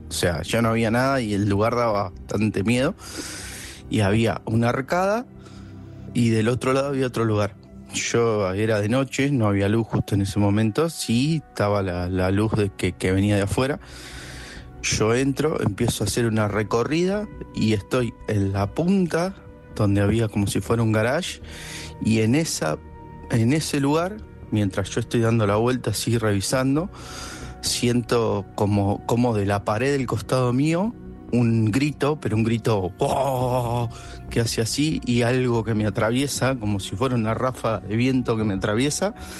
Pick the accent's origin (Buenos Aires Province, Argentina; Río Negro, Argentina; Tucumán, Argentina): Buenos Aires Province, Argentina; Coronel Pringles; Soy oriundo de Coronel Pringles.